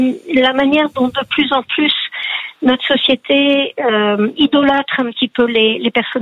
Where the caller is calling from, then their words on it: Île-de-France, France; je vous appelle de la grande banlieue parisienne, pas très loin de Melun.